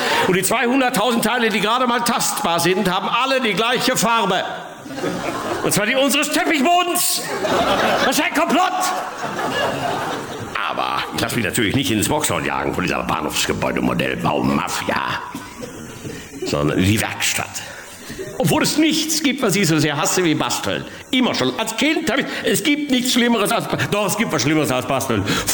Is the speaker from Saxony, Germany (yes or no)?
no; Bochum, North Rhine-Westphalia, Germany; Ich komme aus Bochum und Bochum ist im Prinzip nichts anderes als Toys R Us mit Rand.